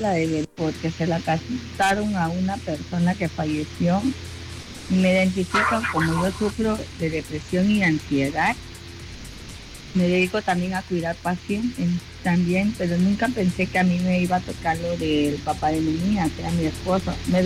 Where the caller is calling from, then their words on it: Tapachula, Chiapas, Mexico; Soy de Tapachula, Chiapas.